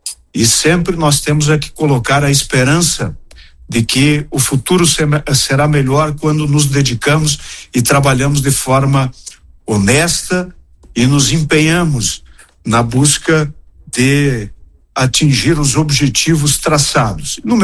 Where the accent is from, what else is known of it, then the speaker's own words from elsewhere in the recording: Marau, Rio Grande do Sul, Brazil; aos meus conterrâneos, ao povo marauense